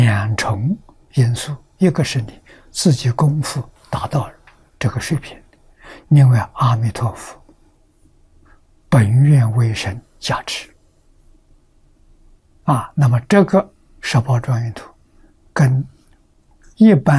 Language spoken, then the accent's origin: Chinese; China; 现在我们中国人用万万，啊，万万为意，万意为照。